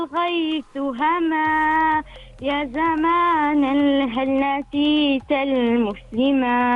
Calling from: Samail, Ad Dakhiliyah, Oman; من ولاية سمائل

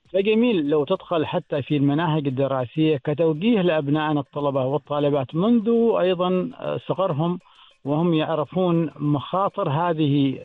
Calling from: Oman; إذا تكلمنا إحنا كعماني وكمسلم

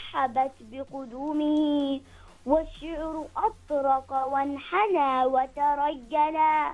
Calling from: Yanqul, Ad Dhahirah, Oman; من ولاية ينقل

